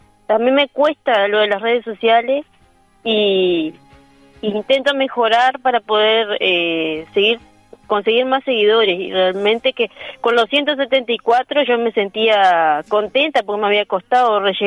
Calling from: Colonia Gartenthal, Río Negro, Uruguay; Sí, yo en San Javier no vivo mismo. Yo vivo en Colonia Gartenthal. Es una colonia alemana.

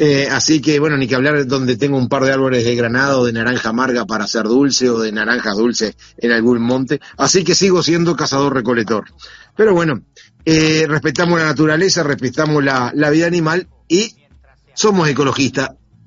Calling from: Soca, Canelones, Uruguay; me encanta ir a buscar zarzamora ahí en mi pueblo, en la zona de Soca

